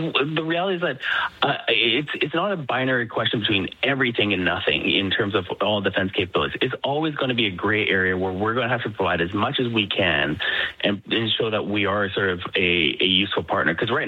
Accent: Canada; As a Canadian, we need to be, working on trying to deal with the trade war

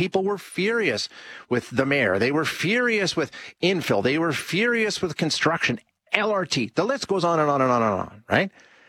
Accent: Edmonton, Alberta, Canada; also born or lived in Calgary; I lived in Calgary for a few years when I was, in the early days of my career. But I grew up in Edmonton Gold Bar. I live in Edmonton Gold Bar now.

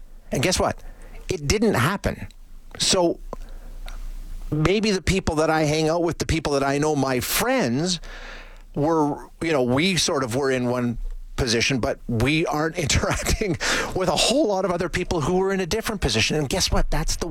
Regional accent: Edmonton, Alberta, Canada; also born or lived in Calgary; I lived in Calgary for a few years when I was, you know, in the early days of my career. But I grew up in Edmonton Gold Bar. I live in Edmonton Gold Bar now.

